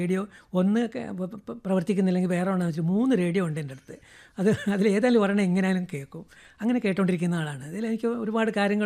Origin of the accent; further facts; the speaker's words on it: Kerala, India; ഞാൻ ജനിച്ചതും വളർന്നതും പിന്നെ അതിനുശേഷം ജോലി ചെയ്തതും ഇപ്പോൾ പെൻഷൻ വാങ്ങുന്നതും എല്ലതും ഫുൾ കേരള സ്റ്റേറ്റിൽ തന്നെയാണ്.